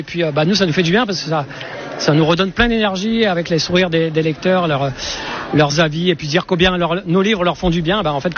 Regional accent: Hauts-de-France, France; Moi je suis du Nord

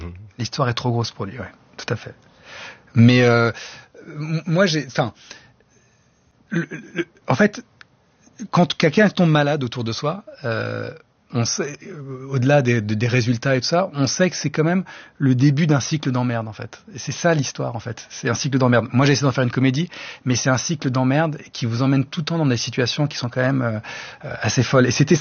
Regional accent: Lebanon; Moi, je suis grec du Liban et les rares fois où j'étais au Liban, je fais beaucoup plus en Grèce.

